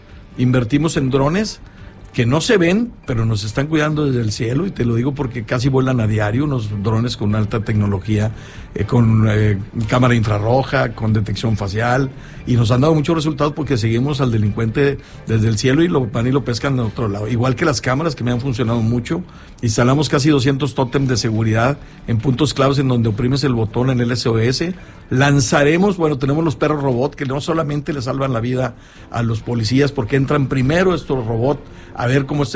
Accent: Guadalupe, Nuevo León, Mexico; Nacido en Guadalupe, ahí estudiamos primaria, secundaria, preparatoria una parte, la facultad no, pero ahí me casé, ahí tengo mis hijos, ahí tengo mis nietos. Y ahí nos vamos a quedar. Yo estoy enamorado de mi tierra, es una ciudad.

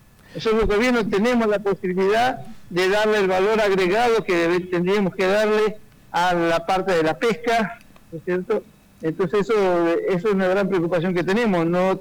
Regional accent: Buenos Aires, Argentina; now in Tierra del Fuego, Argentina; Yo no soy nativo de Tierra del Fuego, yo soy de acá de Buenos Aires también

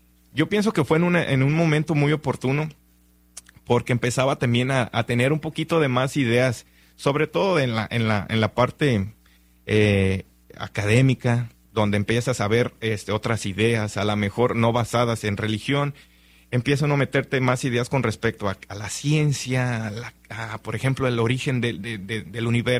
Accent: Tequila, Jalisco, Mexico; de donde yo soy originario, en Tequila, Jalisco

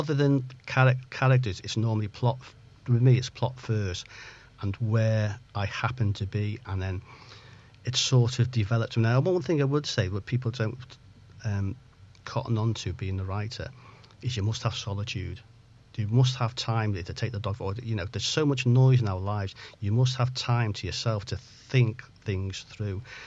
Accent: Chester, North West England, United Kingdom; also born or lived in Liverpool / Barrow-in-Furness; I'm actually from Chester. I lived in Liverpool for quite a few years, and the more the countryside places, and I used to live in Barrow and Furness in Cumbria and Ulverston up there

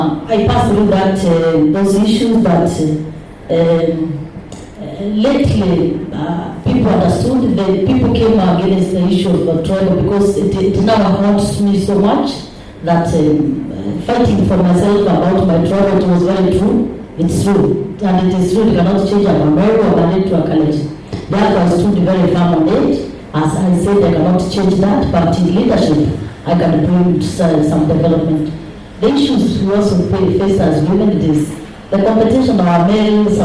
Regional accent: Meru, Eastern Province, Kenya; born there; I was born in Meru, that is the former Eastern Province. I got married to Rift Valley, to Akalejin.

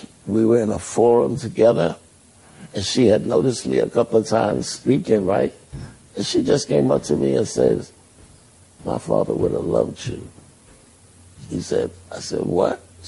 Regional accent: the South, United States; I am from the South

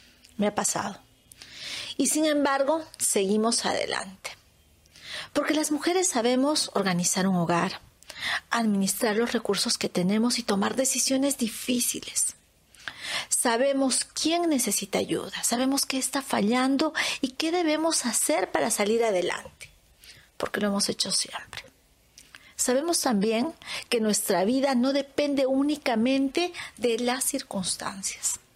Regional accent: Peru; Como mujer, como madre, como peruana, quiero un país donde nuestros hijos tengan más oportunidades que nosotros

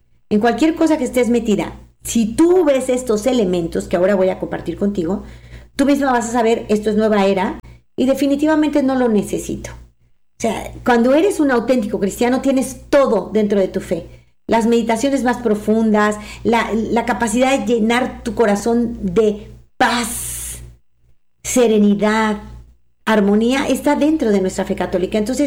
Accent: Mexico; quiero compartir contigo una instrucción pastoral sobre la nueva era que nos compartió en mi país, en México, el cardenal Norberto Rivera

